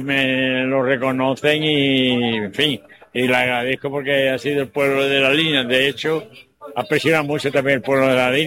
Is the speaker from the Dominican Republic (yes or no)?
no; La Línea de la Concepción, Andalusia, Spain; tengo que agradecérselo a mi pueblo, al pueblo de la línea.